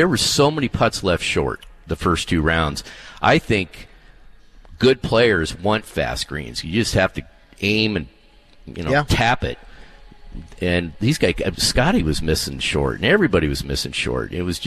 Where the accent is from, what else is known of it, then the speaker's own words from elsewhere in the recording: California, United States; I grew up in California, so I grew up in Poana.